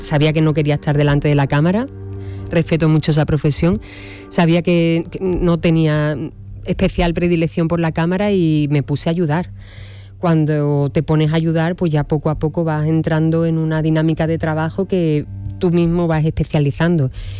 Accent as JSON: {"language": "Spanish", "town": "Huelva", "region": "Andalusia", "country": "Spain", "said": "y yo soy onubense también, así es que era cerrar un círculo interesante, sí."}